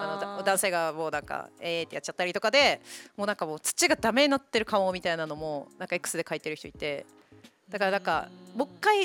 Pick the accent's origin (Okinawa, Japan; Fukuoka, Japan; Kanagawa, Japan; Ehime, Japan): Okinawa, Japan; Okinawa City; 私は沖縄市の人間なんで、このミュージックタウンの前のガジュマルは本当にもう沖縄市のシンボルみたいな。